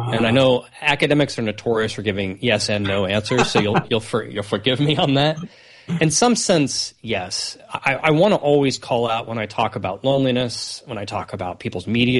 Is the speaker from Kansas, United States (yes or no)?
yes; Topeka, Kansas, United States; moved away as an adult; So I grew up in Kansas. I was born and raised in Topeka, Kansas.